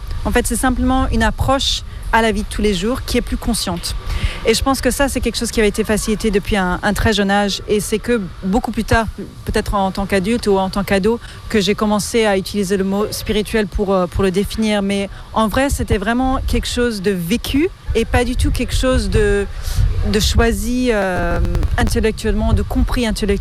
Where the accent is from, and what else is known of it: Auroville, Tamil Nadu, India; moved away as an adult